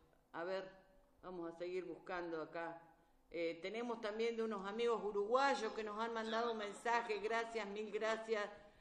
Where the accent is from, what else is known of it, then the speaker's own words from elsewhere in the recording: Pehuajó, Buenos Aires Province, Argentina; yo le comenté que mi pueblo era Pehuajó, provincia de Buenos Aires, Argentina